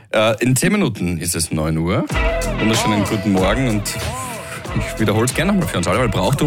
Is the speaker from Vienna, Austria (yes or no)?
no; Styria, Austria; Ich bin ein Steirer.